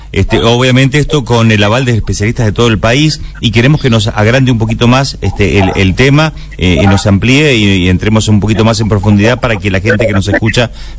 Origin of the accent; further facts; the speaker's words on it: Pehuajó, Buenos Aires Province, Argentina; now in Mendoza, Argentina; Pehuajó, provincia de Buenos Aires.